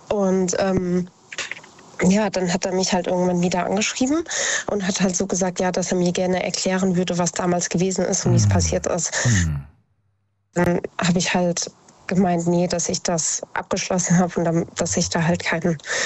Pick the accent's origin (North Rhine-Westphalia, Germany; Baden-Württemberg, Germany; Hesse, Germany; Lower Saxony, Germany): Hesse, Germany; Idstein; Ich komme aus der Nähe von Wiesbaden, ich komme aus Edstein.